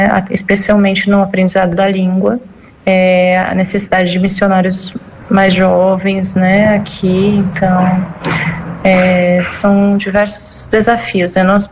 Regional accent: Brazil; moved away; Eu que vim do Brasil, então a gente vê muitas realidades diferentes, mentalidades do Oriente, né?

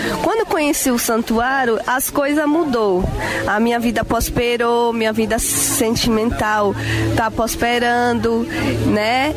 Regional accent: São Paulo, Brazil; São Paulo.

